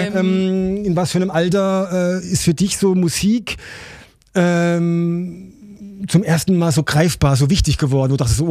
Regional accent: Baden-Baden, Baden-Württemberg, Germany; Also ich meine, ich bin ja auch aufgewachsen im Südbadischen. Ne? Also ja, eher dann im Baden-Baden.

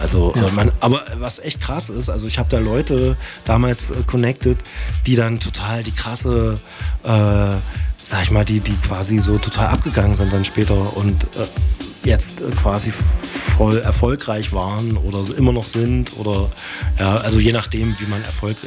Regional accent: Dessau, Saxony-Anhalt, Germany; now in Leipzig, Germany; Ich war ja vorher in Dessau ansässig, oder das ist halt meine Heimatstadt

